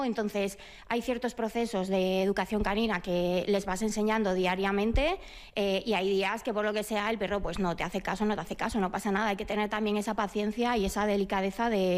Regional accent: Galicia, Spain; Ya nací en una casa donde teníamos muchos animales. Yo soy gallega y hemos tenido siempre pues gallinas, ovejas, gatos, perros, muchos

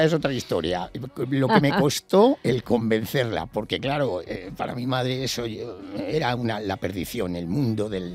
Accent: Madrid, Community of Madrid, Spain; born there; nací en Madrid y me considero madrileño.

